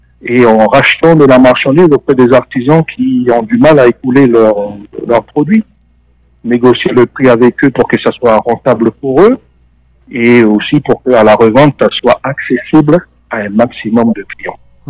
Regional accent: New Caledonia; born there; Enfin, je suis calédonien de naissance, mais ayant voyagé un peu partout, à Tahiti, etc.

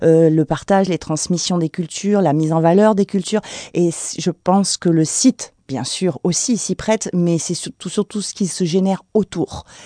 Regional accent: New Caledonia; je viens de Nouvelle-Calédonie, je suis loin de vous

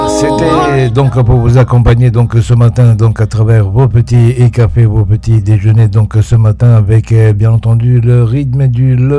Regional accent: New Caledonia; chez nous en Kanaky, eh bien on invite tous les communautés accueillies donc dans ce pays

